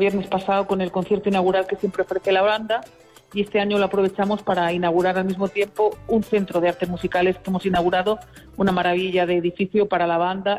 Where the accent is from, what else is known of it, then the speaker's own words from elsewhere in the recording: Alfacar, Andalusia, Spain; soy hija de Rafaela, soy hija, nieta de … de Benalúa de las Villas. Aquí en Alfacar, pues soy la … Y bueno, pues